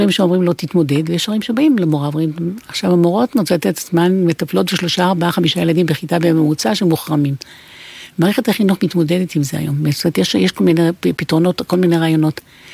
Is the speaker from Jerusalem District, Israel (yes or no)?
no; Ashkelon, Southern District, Israel; moved away as an adult; אני נולדתי בעיר הזאת. זו עיר שעושה לי טוב, למרות שעזבתי אותה בגיל 18 ולא חזרתי, המשפחה גרה שם, אבל אני לא חזרתי לאשקלון יותר.